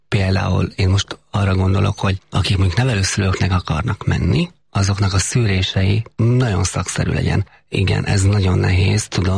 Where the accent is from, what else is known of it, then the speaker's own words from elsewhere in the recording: Heves, Hungary; Ugye Heves megyében nőttem föl. Az ottani rokonok vették meg a legtöbben.